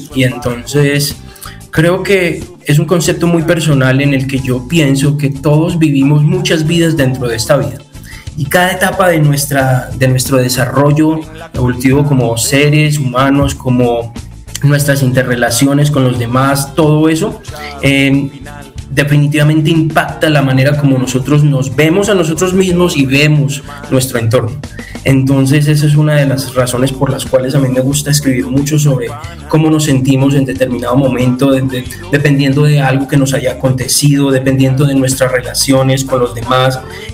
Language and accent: Spanish; Medellín, Antioquia, Colombia; moved away; yo de hecho soy de Medellín y empecé allá en esa época de los 80s